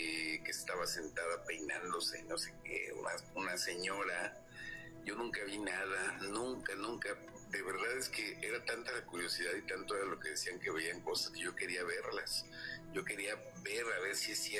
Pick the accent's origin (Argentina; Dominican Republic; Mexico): Mexico; Cuernavaca, Morelos; now in Aguascalientes, Mexico; yo y mi familia es originaria de Cuernavaca. Yo viví toda mi vida en Cuernavaca y vivíamos en una casa vieja, en una casa que tenía historia en el centro